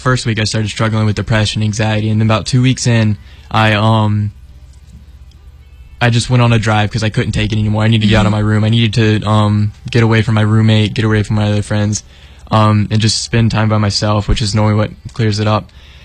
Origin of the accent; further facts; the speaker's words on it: Aiken, South Carolina, United States; As I said earlier, I was born and raised in Aiken, so I've spent my entire life here.